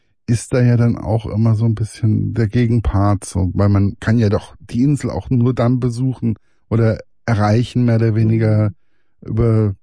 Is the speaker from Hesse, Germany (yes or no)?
yes; Hesse, Germany; bin halt ein Hesse und ein Hesse hat halt mit Prielen nichts zu tun.